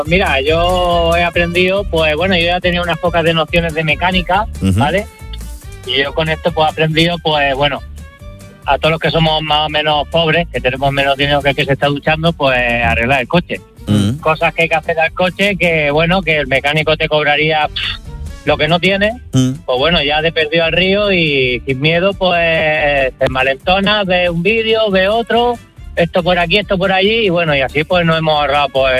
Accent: Castelldefels, Catalonia, Spain; Yo en mi caso puedo entrar en mi pueblo, que es Castelldefels, y puedo entrar en el pueblo, en la ciudad donde trabajo, que es Badalona

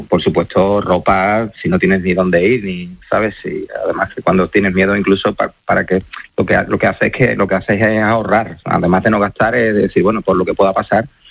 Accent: Spain; primero soy español

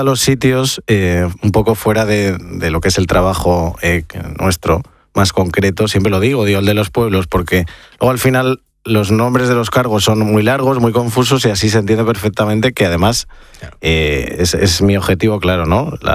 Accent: Community of Madrid, Spain; Aquí todos somos madrileños, pero tenemos distintos acentos, pero también nuestros pueblos.

